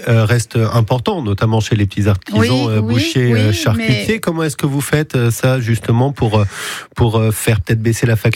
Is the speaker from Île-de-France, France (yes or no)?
no; Grand Est, France; C'est la fin de l'âge d'or pour la charcuterie, même chez nous, en Alsace.